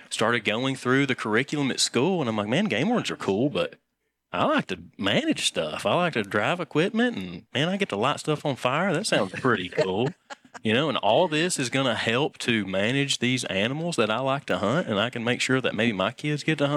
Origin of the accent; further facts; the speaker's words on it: Maryville, Tennessee, United States; Well, again … I grew up in Blount County, Maryville.